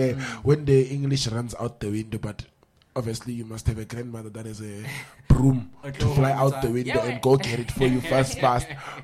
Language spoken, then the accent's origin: English; South Africa; I'm ashamed to be a South African man.